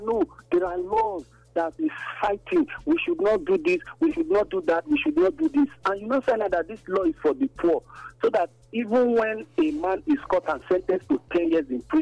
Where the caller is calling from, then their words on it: Nigeria; I'm calling from Obida.